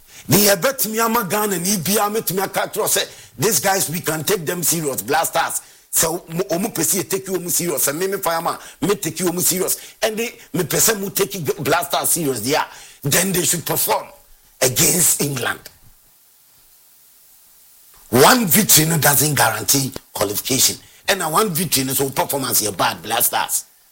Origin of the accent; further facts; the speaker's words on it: Ghana; I'm a Ghanaian.